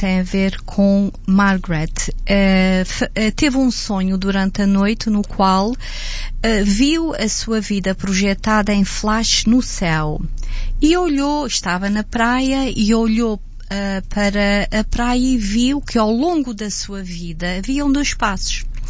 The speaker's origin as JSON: {"language": "Portuguese", "region": "Azores", "country": "Portugal"}